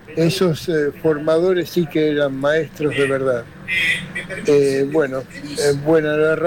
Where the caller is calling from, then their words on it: Buenos Aires, Argentina; de Mataderos.